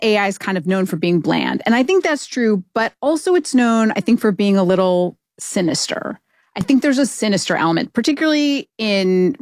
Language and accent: English; Idaho, United States; Carhartt-like, which is a brand that I grew up with in Idaho, like a farming brand.